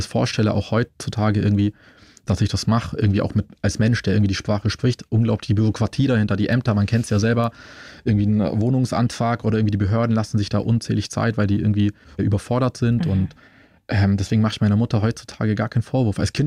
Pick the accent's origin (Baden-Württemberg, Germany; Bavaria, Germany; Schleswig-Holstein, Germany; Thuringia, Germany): Bavaria, Germany; Munich; also ich bin in Schwabing aufgewachsen, die meisten meiner Mitschüler hatten irgendwie ein Einfamilienhaus.